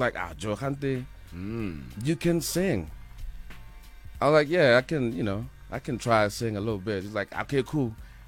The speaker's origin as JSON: {"language": "English", "region": "Mpumalanga", "country": "South Africa", "first_language": "Sepedi", "second_language": "English", "said": "I'm actually from Denelton and Mpumalanga"}